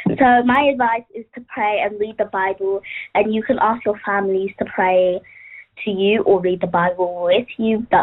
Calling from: Maidstone, South East England, United Kingdom; as you said, and I'm 9 years old and I'm from Maidstone in Kent.

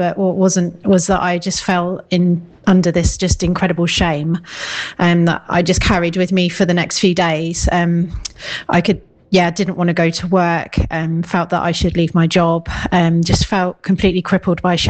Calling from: Peterborough, East of England, United Kingdom; I'm calling from Peterborough

